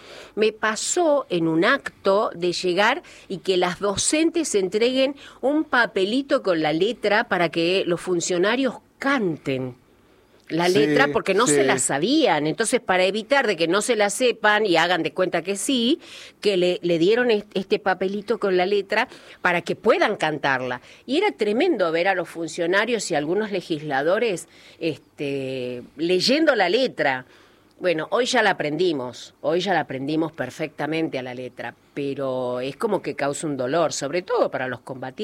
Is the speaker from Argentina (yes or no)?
yes; Argentina; Nosotros somos, mire, los argentinos de hambre no mueren.